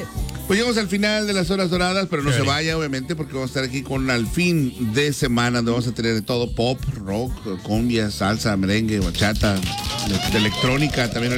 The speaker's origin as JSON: {"language": "Spanish", "country": "Mexico", "said": "esos estereotipos que queremos que se nos olvide, nosotros como mexicanos"}